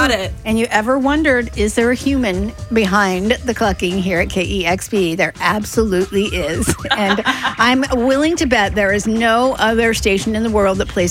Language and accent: English; Seattle, Washington, United States; I'm from Seattle